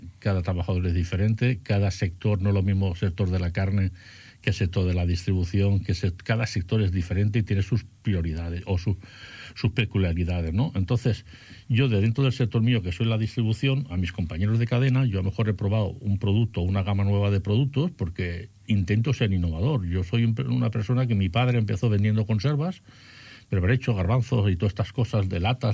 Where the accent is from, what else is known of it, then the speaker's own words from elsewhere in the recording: Mataró, Catalonia, Spain; yo soy de Mataró, vivo toda la vida en Mataró y el negocio quiero que sea de Mataró.